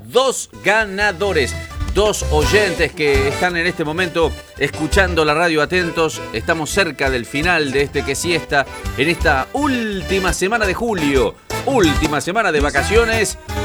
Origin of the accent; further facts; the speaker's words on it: Córdoba, Argentina; Yo hablo como cordobés y ahí nomás me quiere salir un chiste